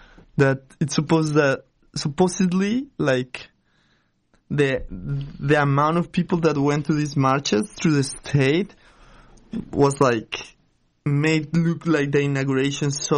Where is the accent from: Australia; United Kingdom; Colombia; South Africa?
Colombia; now in United States; I am from Colombia